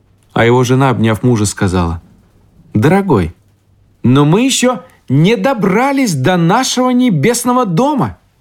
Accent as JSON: {"language": "Russian", "country": "Russia"}